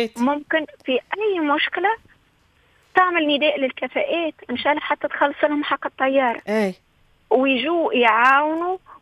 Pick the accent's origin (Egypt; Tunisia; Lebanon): Tunisia; moved away; وأحنا التونسة